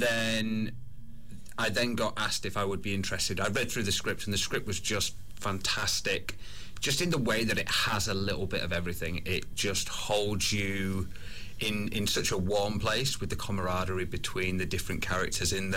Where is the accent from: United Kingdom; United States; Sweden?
United Kingdom; England; now in Australia; being English, I'm still learning different bits about Australia